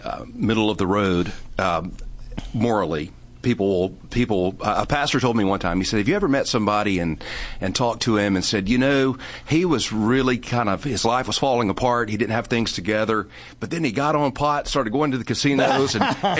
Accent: Alabama, United States; when I come from Alabama, it's my home.

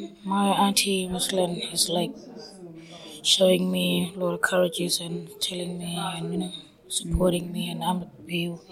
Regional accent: Yalata, South Australia, Australia; also born or lived in Port Augusta; I'm from Yalata Aboriginal community, and I was born in Port Augusta Hospital. We went back home.

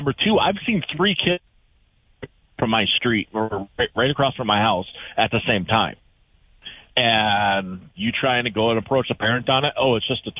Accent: Minnesota, United States; So my question is, because I grew up in Minnesota, same town as you.

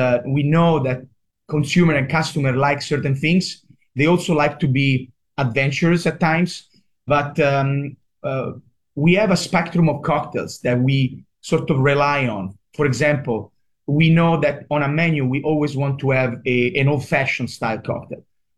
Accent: Rome, Lazio, Italy; English is a second language; those bars that I used to go with my dad in Italy, in Rome. I'm from Rome.

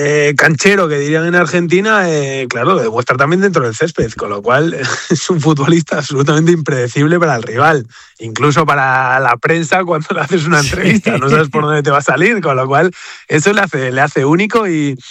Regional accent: Spain; para mí como español, pues es un orgullo

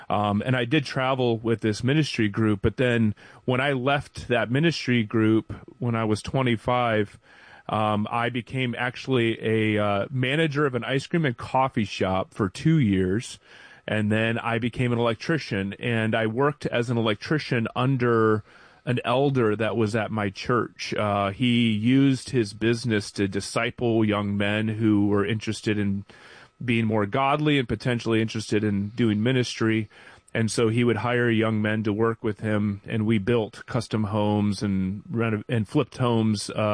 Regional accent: South Carolina, United States; also born or lived in Wisconsin; I was born in Wisconsin, and then we moved to South Carolina when I was about 10.

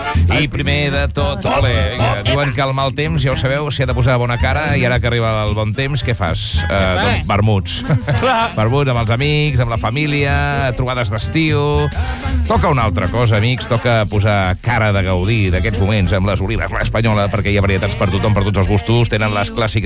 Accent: Catalonia, Spain; jo soc de Catalunya.

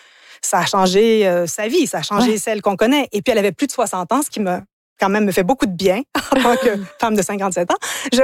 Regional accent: Ontario, Canada; first language English; French is a second language; also born or lived in United States / England; Moi, je suis franco-ontarienne au départ, donc j'ai grandi dans l'univers anglophone. J'ai vécu aux États-Unis, en Angleterre. Donc, l'anglais, c'est un peu ma langue maternelle d'une bizarre de façon.

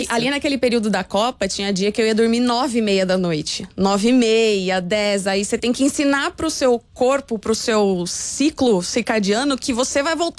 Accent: São João da Boa Vista, São Paulo, Brazil; São João da Boa Vista.

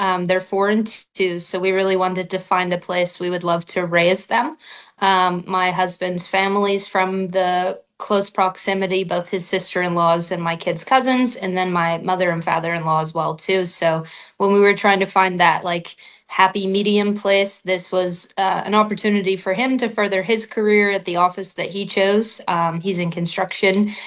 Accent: Northern Ireland, United Kingdom; moved away as an adult; also born or lived in Arizona / Florida; now in Missouri, United States; So I grew up in Northern Ireland, played junior golf there

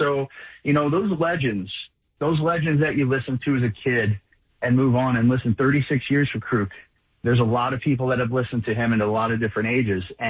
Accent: New York, United States; And I always used to remember as a kid, like growing up in New York

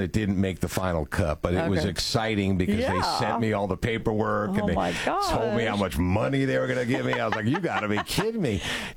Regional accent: Florida, United States; I'm from Florida.

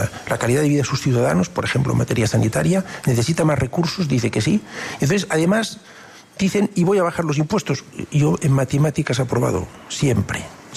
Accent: Catalonia, Spain; los catalanes somos españoles. Catalán y, por tanto, Cataluña es un 20% de la economía y de la demografía española

